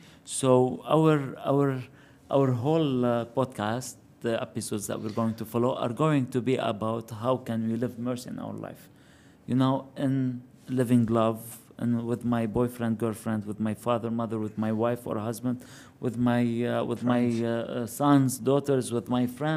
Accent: Bsharri, North Governorate, Lebanon; moved away; originally I'm from Sharri. And we have my grandfather is from Sharri.

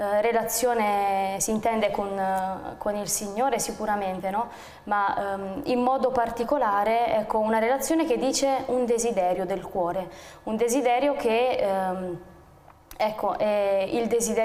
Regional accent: Foggia, Apulia, Italy; io sono di Foggia, sono pugliese di origine, quindi ecco, nella mia parrocchia d'appartenenza, Santi Guglielmo e Pellegrino

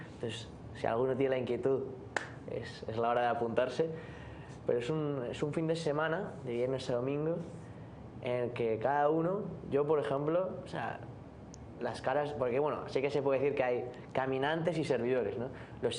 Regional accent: Spain; now in Miami, United States; Y yo que vengo de España también

